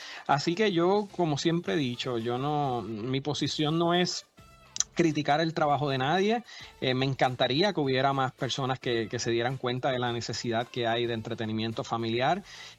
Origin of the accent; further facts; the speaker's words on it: Puerto Rico; Básicamente es como estar con gente de nuestra isla de Puerto Rico. Somos gente alegre, que celebramos todo, que nos apoyamos, que la comida es riquísima.